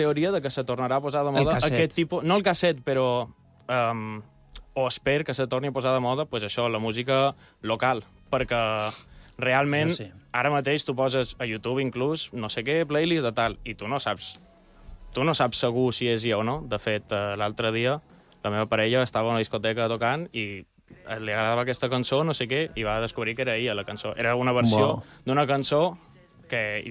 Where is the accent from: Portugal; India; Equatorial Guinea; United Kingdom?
Portugal; Elvas, Alentejo; also born or lived in Palma, Mallorca; no soc portuguès, però he crescut a Portugal. Un bon temps de la meva vida, per això... La meva música... La meva mare és anglesa i he crescut a Portugal, que, a la frontera amb Badajoz.